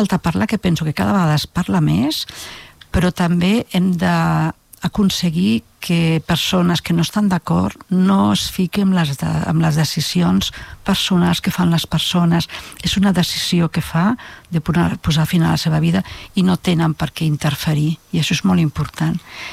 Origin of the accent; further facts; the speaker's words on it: Barcelona, Catalonia, Spain; now in Gurb, Spain; Jo sóc de Barcelona i tinc les meves germanes a Barcelona i els meus amics i pujo i baixo contínuament.